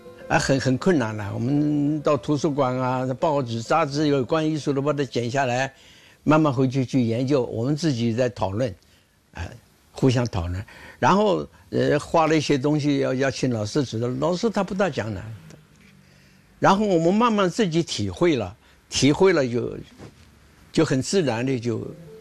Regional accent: Nanjing, Jiangsu, China; moved away; 我们是因为是南京人，我们两个同乡，而家住得很近

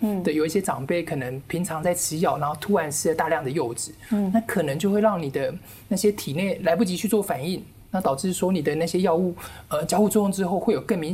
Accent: Taiwan

